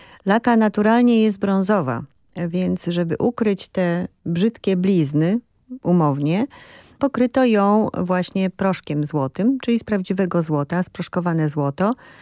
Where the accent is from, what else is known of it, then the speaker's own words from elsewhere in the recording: Wrocław, Lower Silesian Voivodeship, Poland; ja pochodzę z Wrocławia, z Dolnego Śląska.